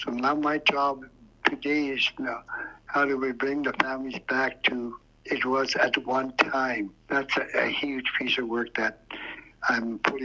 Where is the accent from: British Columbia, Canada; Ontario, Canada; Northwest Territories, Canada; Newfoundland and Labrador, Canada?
Northwest Territories, Canada; Tulita; from my early years of growing up in Fort Norman, now as Toledo